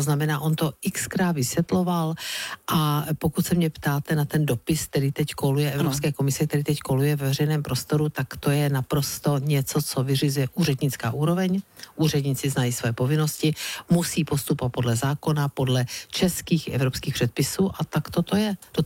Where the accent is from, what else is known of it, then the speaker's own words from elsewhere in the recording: Brno, South Moravian Region, Czechia; a to říkám s obrovskou hrdostí vlase, protože jsem Brňačka